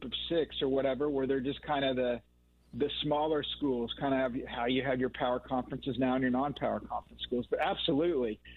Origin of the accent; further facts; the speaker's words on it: Oklahoma, United States; I grew up in Oklahoma